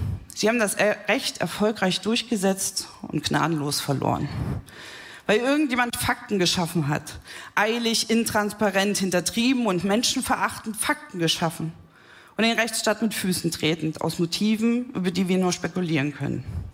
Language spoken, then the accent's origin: German; Jena, Thuringia, Germany; Die Abwandlung dieses Brecht-Zitats steht in meiner Heimatstadt Jena an der Wand